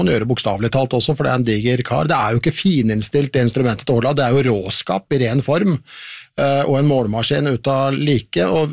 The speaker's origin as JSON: {"language": "Norwegian", "town": "Bergen", "region": "Vestland", "country": "Norway", "said": "Vi andre, vi kan stå der og skrike som bergensere bare kan, og hoie og skrike og drikke for frisk."}